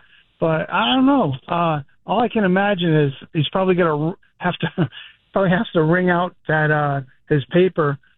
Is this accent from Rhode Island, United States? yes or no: yes; Warwick, Rhode Island, United States; now in North Kingstown, United States; I grew up in Warwick.